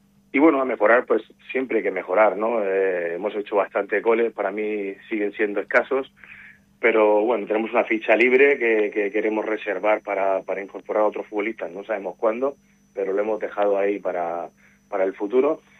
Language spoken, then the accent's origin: Spanish; Valencian Community, Spain; porque a veces somos mucho sí, de la Vega Baja, sí, pero también nos matamos más entre nosotros, ¿no?